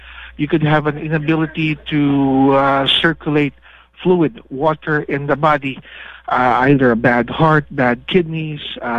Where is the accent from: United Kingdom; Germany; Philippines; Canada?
Philippines; moved away as an adult; also born or lived in New York; now in Morgantown, United States; I was born and in the Philippines. I did my medical education at the University of the Philippines, and then I did surgical training in New York. Life brought me to Morgantown, and here I am, 18 years later.